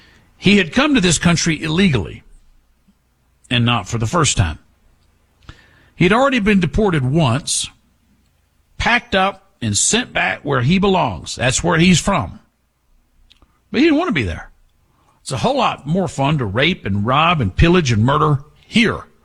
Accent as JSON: {"language": "English", "region": "Texas", "country": "United States", "tie": "born or raised there", "said": "I'm from Deep East Texas. We don't say aunt like … or an ant pile. We say ain't."}